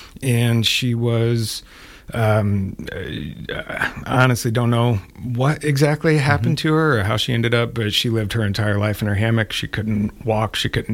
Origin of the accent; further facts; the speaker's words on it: Potwin, Kansas, United States; Yeah, I grew up in Potwin, Kansas, which is just between El Dorado and Newton, kind of out in the middle of nowhere. It's a little town of 450 people.